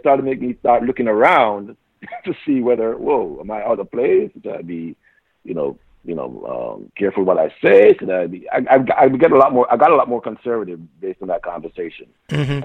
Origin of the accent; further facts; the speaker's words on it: Jamaica; now in United States; as poor Jamaican